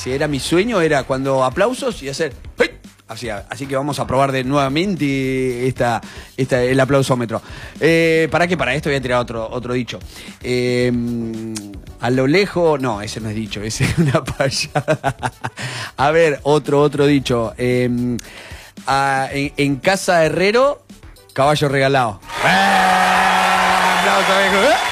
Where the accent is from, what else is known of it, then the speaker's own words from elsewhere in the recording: La Pampa, Argentina; Porque los que somos acá de La Pampa no decimos tuay.